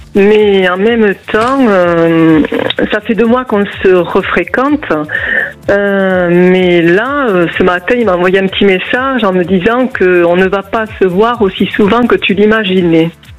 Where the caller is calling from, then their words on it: Toulouse, Occitanie, France; De Toulouse.